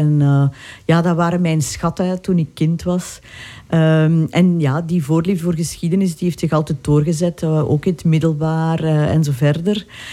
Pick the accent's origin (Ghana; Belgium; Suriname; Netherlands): Belgium; Lummen, Flanders; now in Herk-de-Stad, Belgium; Ik ben hier ook uit de buurt. Ik ben afkomstig van Lummen. En ik woon in Herk de Stad.